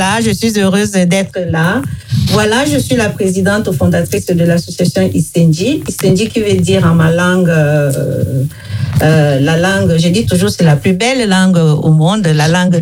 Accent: Cameroon; nous les bananes, que en tant que Camerounais

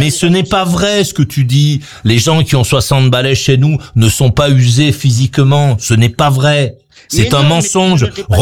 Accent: France

